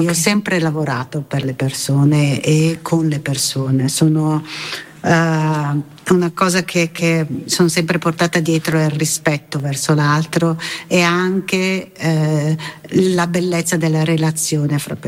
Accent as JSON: {"language": "Italian", "town": "Milan", "region": "Lombardy", "country": "Italy", "said": "che io da milanese conoscevo come milanese"}